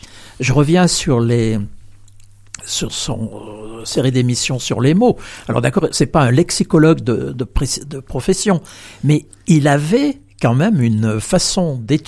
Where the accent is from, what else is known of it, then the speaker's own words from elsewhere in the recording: Auvergne-Rhône-Alpes, France; parce que moi je suis issu du Dauphiné, du sud du département de l'Isère, donc c'est un peu plus haut, mais c'est quand même plus méridional que cette région.